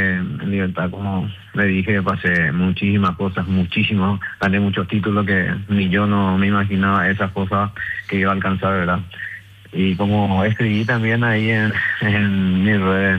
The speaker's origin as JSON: {"language": "Spanish", "region": "Caazapá", "country": "Paraguay", "said": "Yo vine de Casapá y empecé en General Díaz en la sub-20."}